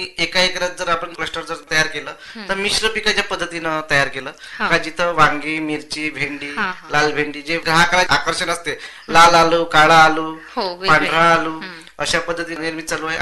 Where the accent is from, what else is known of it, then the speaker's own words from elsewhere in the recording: Maharashtra, India; आपल्या अमरावतीमध्ये भाजीपाला विकतात त्यांना, अमरावतीतून माझं गाव इथून 100 किलोमीटर